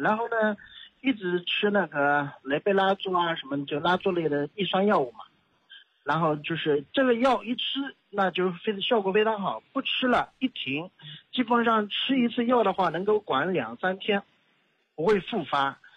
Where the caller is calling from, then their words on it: Zhoushan, Zhejiang, China; 我是浙江舟山人。